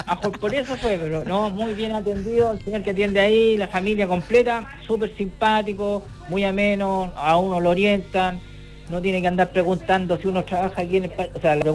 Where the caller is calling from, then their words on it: Quillota, Valparaíso, Chile; De acá, de la Villa Santa Teresita, en Quillota.